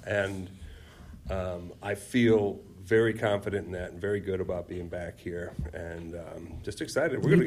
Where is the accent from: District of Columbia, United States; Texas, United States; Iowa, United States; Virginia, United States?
Iowa, United States; moved away as an adult; also born or lived in Alaska; I moved back to my hometown in Iowa.